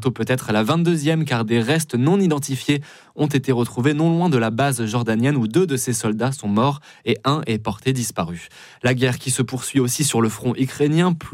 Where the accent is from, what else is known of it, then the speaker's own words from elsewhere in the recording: Île-de-France, France; Dans les Yvelines.